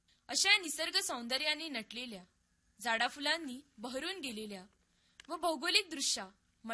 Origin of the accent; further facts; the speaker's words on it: Chorao, Goa, India; त्याच गावातल्या दयानंद हायस्कूल मधून आम्ही विद्यार्थी आपणासमोर आजचा कार्यक्रम घेऊन आलो आहोत.